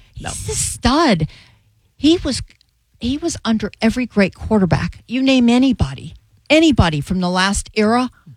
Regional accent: Tampa, Florida, United States; oh, hi, I'm old lady from Tampa.

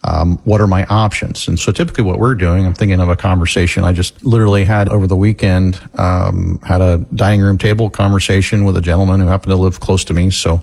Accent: Florida, United States; And so we were aware growing up in Florida that school teachers in Florida didn't get paid as much as school teachers, you know, in other places.

